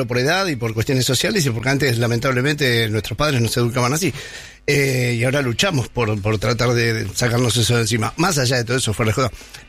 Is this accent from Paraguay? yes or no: no; Argentina; como argentinos que somos